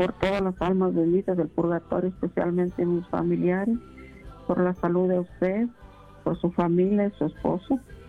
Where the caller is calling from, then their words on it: Salt Lake City, Utah, United States; De Salt Lake City, Utah.